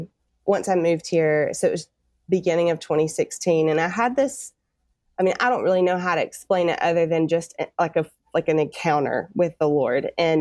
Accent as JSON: {"language": "English", "town": "Tuscaloosa", "region": "Alabama", "country": "United States", "tie": "born or raised there", "lives_now": "Atlanta, United States", "said": "I grew up in Tuscaloosa, Alabama, and went to the University of Alabama."}